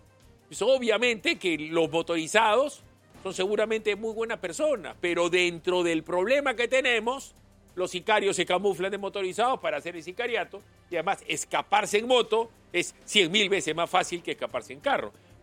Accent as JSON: {"language": "Spanish", "country": "Peru"}